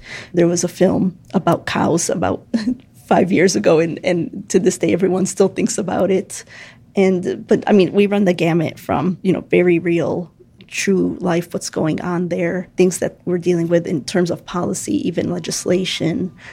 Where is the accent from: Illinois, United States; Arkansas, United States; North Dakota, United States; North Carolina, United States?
Illinois, United States; Chicago; Being a Chicagoan, it's been a fun ride. I'm born and raised in Chicago. I'm half Palestinian and half Jordanian.